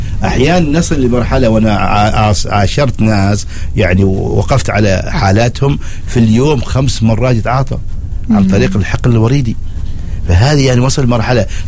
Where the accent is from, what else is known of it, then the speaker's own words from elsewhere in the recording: Oman; عندنا في سلطنة عمان